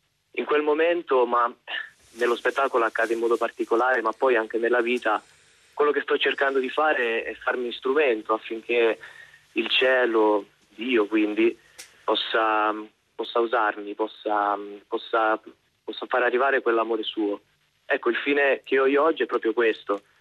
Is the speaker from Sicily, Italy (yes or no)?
yes; Sicily, Italy; Allora, in casa famiglia siamo appunto io che vengo dalla Sicilia, un altro ragazzo che viene sempre dalla Sicilia, che si è trasferito come me per fare la casa famiglia